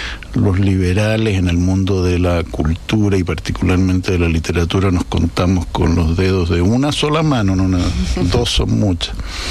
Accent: Chile; moved away as an adult; now in Madrid, Spain; sigo siendo más chileno, a pesar de que soy español también.

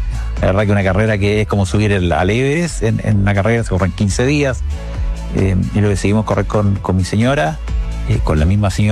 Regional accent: Coquimbo, Chile; yo soy nacido en Coquimbo, estudié en el colegio en Coquimbo, después estudié agronomía acá en la Católica

